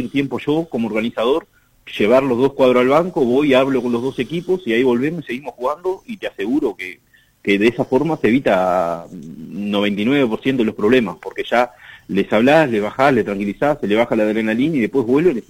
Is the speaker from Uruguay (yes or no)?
yes; Minas de Corrales, Rivera, Uruguay; Yo soy de Mina de Corrales